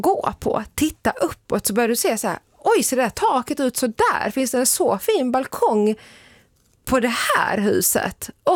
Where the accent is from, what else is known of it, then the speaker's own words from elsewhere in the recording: Malmö, Skåne, Sweden; now in Stockholm, Sweden; min hemstad Malmö. Och återigen, inte en väldigt liten stad heller.